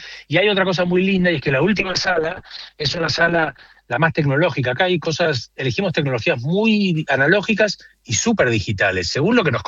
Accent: Buenos Aires, Argentina; soy un ruso de Villa Crespo

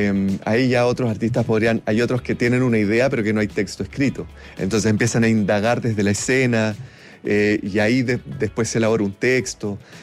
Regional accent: Concepción, Biobío, Chile; Bueno, varios de los miembros de la compañía somos de región. Creo que lo mencioné recién, pero yo soy de Concepción.

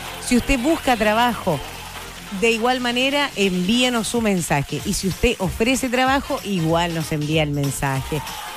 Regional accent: Chile

